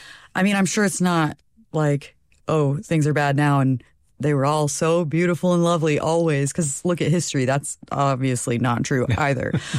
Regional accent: Illinois, United States; And I grew up in Illinois, so it was not just storms. It was usually tornado funnel clouds.

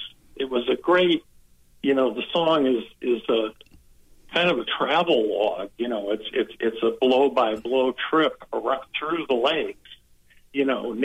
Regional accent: Michigan, United States; songs from Michigan, you know, from my home state

